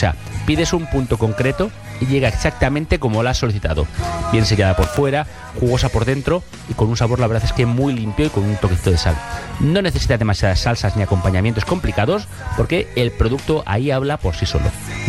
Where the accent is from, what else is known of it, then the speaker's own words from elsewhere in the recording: Guatemala; Soy de Guatemala.